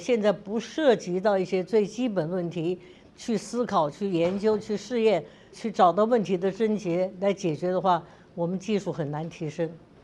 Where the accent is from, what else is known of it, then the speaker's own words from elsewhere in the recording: China; 我们中国人一点不比外国人差